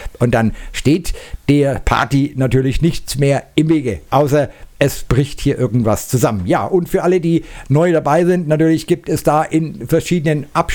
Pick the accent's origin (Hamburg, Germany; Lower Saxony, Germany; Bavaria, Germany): Bavaria, Germany; ich komme hier aus Mittelfranken und mein Sendestudio befindet sich natürlich auch hier.